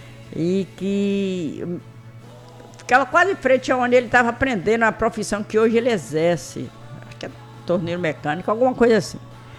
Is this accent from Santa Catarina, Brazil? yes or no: no; Feira de Santana, Bahia, Brazil; Feira de Santana, minha terra natal.